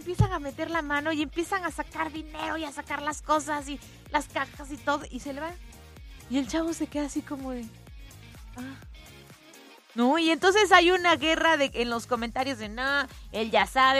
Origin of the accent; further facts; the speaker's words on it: Mexico; nos caracterizan como mexicanos